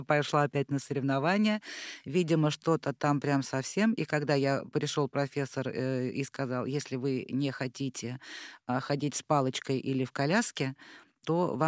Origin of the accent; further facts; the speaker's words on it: Bashkortostan, Russia; moved away as an adult; now in Moscow, Russia; Когда я переезжала в Москву, я сама из Башкирии